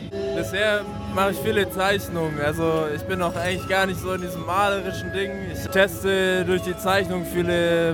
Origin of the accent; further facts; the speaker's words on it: Freiburg, Baden-Württemberg, Germany; Aus Freiburg.